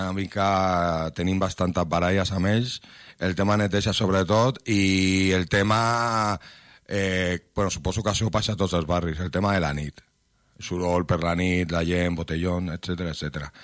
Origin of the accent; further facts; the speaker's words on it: Barcelona, Catalonia, Spain; Nosaltres no som de Sant Andreu, som del Palau.